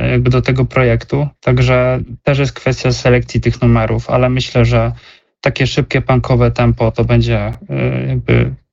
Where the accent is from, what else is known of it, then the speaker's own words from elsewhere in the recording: Poznań, Greater Poland Voivodeship, Poland; Jestem z Poznania.